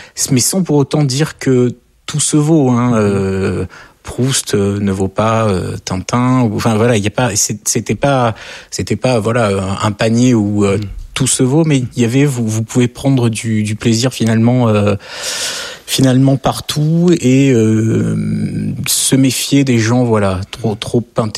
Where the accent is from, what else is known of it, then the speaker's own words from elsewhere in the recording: France; Je suis français, je vis en France.